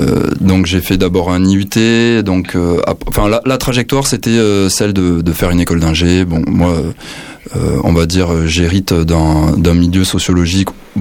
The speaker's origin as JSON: {"language": "French", "town": "Toulouse", "region": "Occitanie", "country": "France", "tie": "born or raised there", "said": "je suis toulousain. J'ai grandi à Toulouse, j'ai fait des études"}